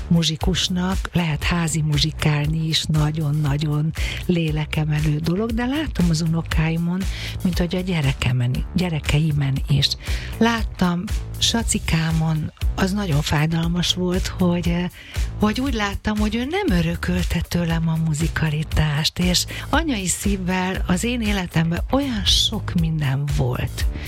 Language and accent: Hungarian; Budapest, Hungary; A 7. kerületben egy olyan házban nőttem föl a Kertész utcában, ami régen Apáca ház volt